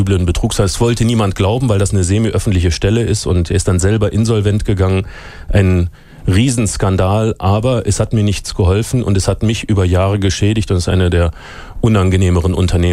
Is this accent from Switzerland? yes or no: no; Austria; Ich bin Österreicher